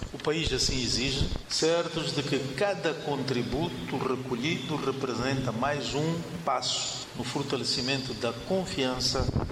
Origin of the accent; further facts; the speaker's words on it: Mozambique; enquanto moçambicanos, enquanto irmãos de uma mesma pátria